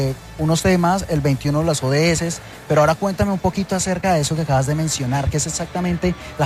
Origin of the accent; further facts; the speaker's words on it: Llanos Orientales, Colombia; nosotros como llaneros, como nuestra región